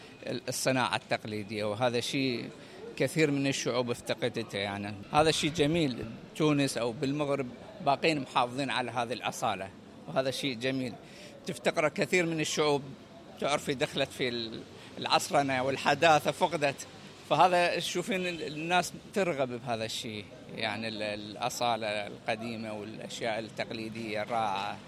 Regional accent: Iraq

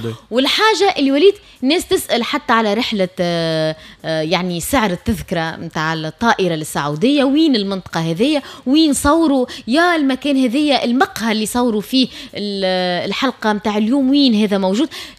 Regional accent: Tunisia; accent: Tunisian dialect

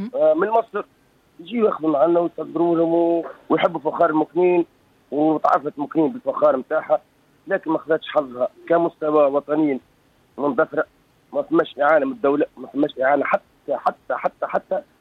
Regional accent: Moknine, Monastir Governorate, Tunisia; مرحبا بكم في بلادنا وفي حومتنا في حومة قلالات عاصمة الفخار.

